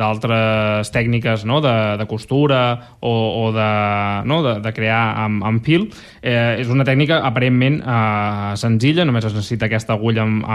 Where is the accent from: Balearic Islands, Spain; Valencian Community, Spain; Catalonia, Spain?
Catalonia, Spain; En castellà, tapetes. Però com que som catalans, tapets.